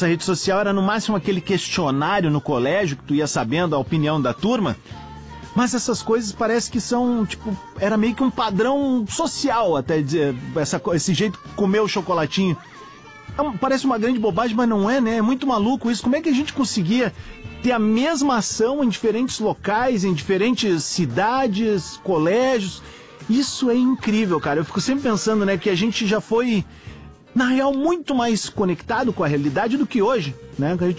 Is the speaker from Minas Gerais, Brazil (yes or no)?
no; Viamão, Rio Grande do Sul, Brazil; also born or lived in Cerro Largo, Brazil; eu me criei em Viamão, né? Então, eu sou um nascido em Cerro Largo, meu coração Cerro Larguense, mas também um viamonense convicto